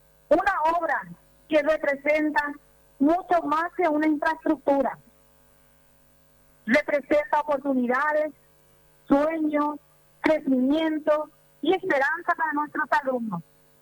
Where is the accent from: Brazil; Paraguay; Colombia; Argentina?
Paraguay; los paraguayos somos gigantes.